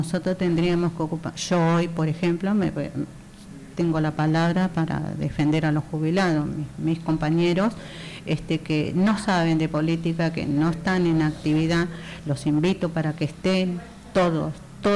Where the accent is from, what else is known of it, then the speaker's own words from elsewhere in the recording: Buenos Aires, Argentina; Yo vivo en la provincia de Buenos Aires, yo soy criada acá en Barrio Norte, acá una cuadra, en el Montevideo, 955, nací, me crié, fui al colegio primario Onésimo Leguizamón